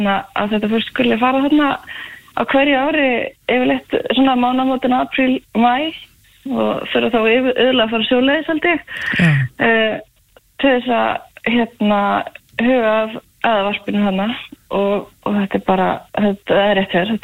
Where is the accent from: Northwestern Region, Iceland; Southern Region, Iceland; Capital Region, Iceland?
Southern Region, Iceland; Hella; moved away; Nei, nei, ég það alls ekki ég sunnlendingur, ég uppalinn á Helli